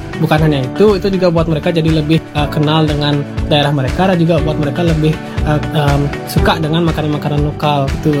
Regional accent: Klungkung, Bali, Indonesia; saya dari Klungkung. Dari saya setuju banget kalau pangan lokal itu dijadikan bahan utama di menu MBG. Misalnya kalau saya sih dari Klungkung, kita kan punya banyak makanan-makanan khas itu kayak selombotan.

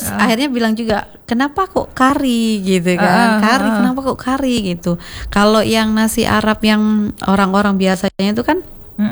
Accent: Java, Indonesia; Waduh, saya ini orang Jawa gitu ya.

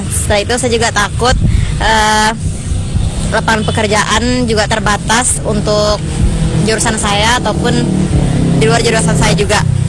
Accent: Mataram, West Nusa Tenggara, Indonesia; saya dari Mataram.

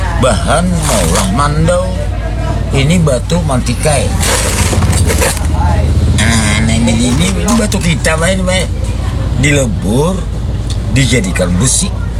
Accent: South Kalimantan, Indonesia; Tapi kalau kita orang Banjar, handap. khas orang kita Banjar.

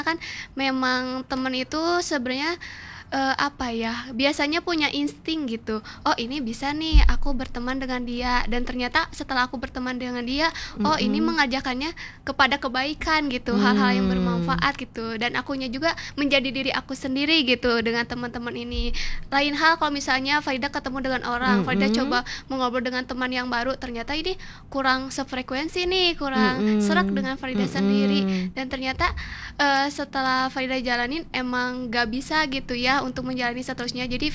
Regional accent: Bandung, West Java, Indonesia; born there; Aku anak Bandung

